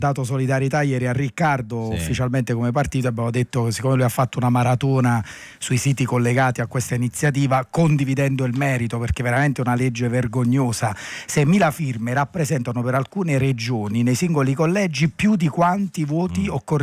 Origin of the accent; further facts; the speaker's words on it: Campania, Italy; Essendo campano